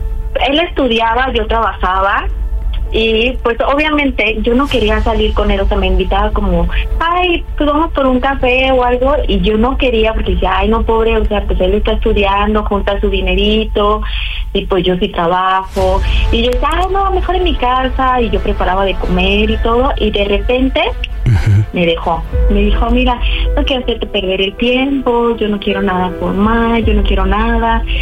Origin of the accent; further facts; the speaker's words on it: Cuautla, Morelos, Mexico; Tengo 34 años y soy de Cuautla, Morelos.